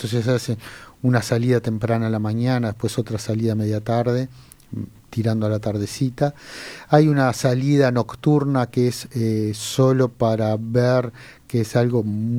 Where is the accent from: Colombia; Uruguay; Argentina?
Uruguay